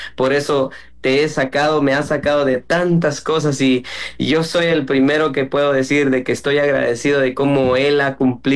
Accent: Guatemala; now in Miami, United States; Sí, soy de Guatemala, pero radico en Miami ahora.

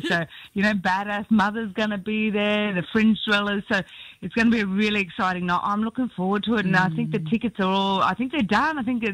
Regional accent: Darwin, Northern Territory, Australia; born there; now in Brisbane, Australia; I was born on the lands of the Larrakia Nation, now reside here in beautiful Magandjin, and don't think I'll be going home anytime soon.

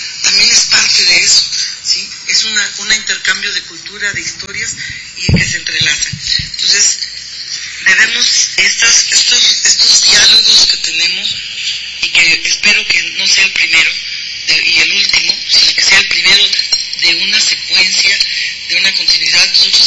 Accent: Puebla, Mexico; Nosotros somos de Puebla y nuestra festividad más grande es el 5 de mayo.

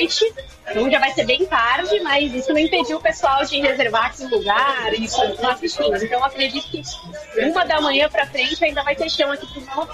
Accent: Brazil; toda vez que a gente fala que a gente é brasileira

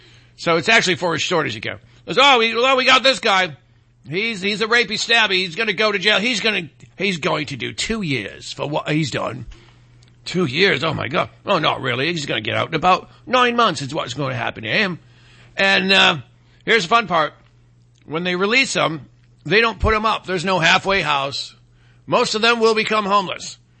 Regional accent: Michigan, United States; from my home state of Michigan.

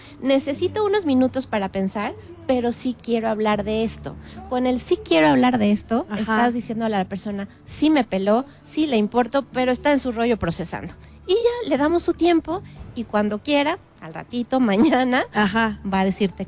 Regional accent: Mexico; Por ejemplo, ¿cómo somos los mexicanos? Uh-huh. Somos como un jarrito de tlaquepaque.

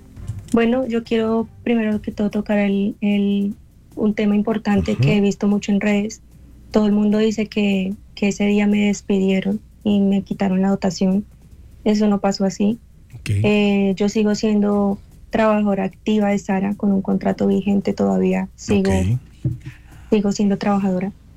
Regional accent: Ibagué, Tolima, Colombia; moved away; como vengo de Tierra Caliente, yo soy del Tolima, Ibagué. Ibagué, Tolima.

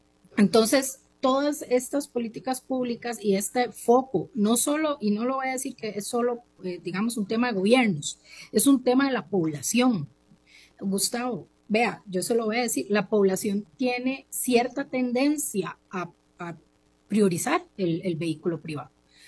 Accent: Costa Rica

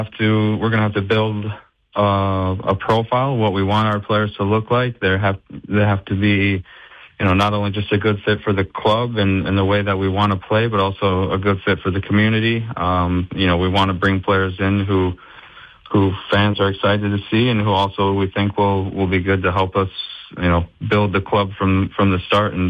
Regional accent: Hastings, Michigan, United States; moved away as an adult; also born or lived in Norway; now in Grand Rapids, United States; I am born and raised in West Michigan from Hastings, Michigan. Lived there my whole childhood. Went to Western Michigan University. That was before before I moved to Norway in 2012.

